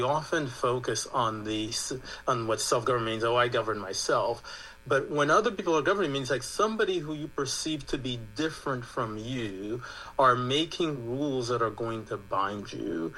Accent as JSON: {"language": "English", "region": "Connecticut", "country": "United States", "said": "or that you're from Wisconsin and I'm from Connecticut."}